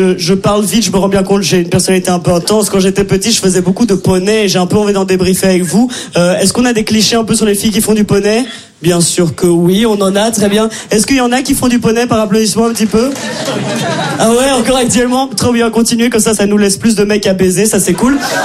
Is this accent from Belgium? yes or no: yes; Belgium; C'est peut-être mon accent de Bruxelles ou mon immense voix, je sais pas. Mais en tout cas, je viens pas de France, voilà, je viens de Belgique.